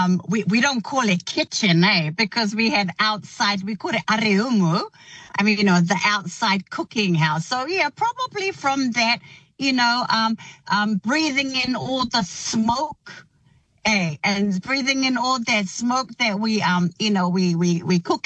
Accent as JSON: {"language": "English", "town": "Mauke", "country": "Cook Islands", "tie": "born or raised there", "also_born_or_lived": "Rarotonga", "said": "Our mum comes from Mauke. I was born in Rarotonga and raised in the beautiful island of Mauke."}